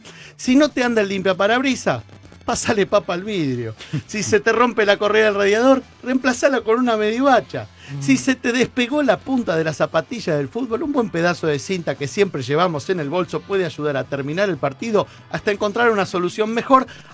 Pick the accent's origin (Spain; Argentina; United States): Argentina